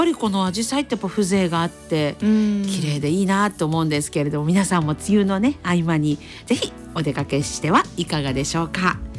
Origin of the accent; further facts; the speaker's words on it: Kanazawa, Ishikawa, Japan; 私あの実家が金沢市なんですけれども宇多津山公園この近くに生まれ育ちましたので